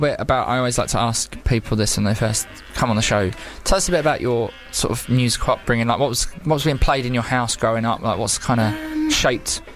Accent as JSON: {"language": "English", "region": "London", "country": "United Kingdom", "moved": "yes", "lives_now": "East London, United Kingdom", "said": "I'm from South East London originally"}